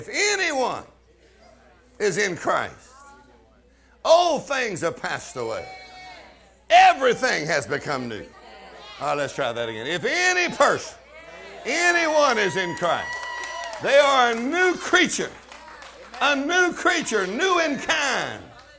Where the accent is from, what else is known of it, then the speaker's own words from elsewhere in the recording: Texas, United States; born there; I'm from Texas.